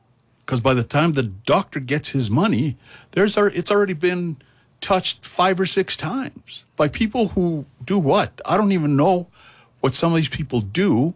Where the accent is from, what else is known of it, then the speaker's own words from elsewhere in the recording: Española, New Mexico, United States; I look at my hometown. I grew up in Española.